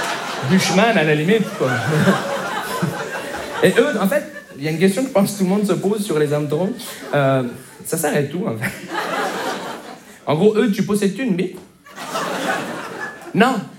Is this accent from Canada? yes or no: yes; Montreal, Quebec, Canada; je viens de Montréal.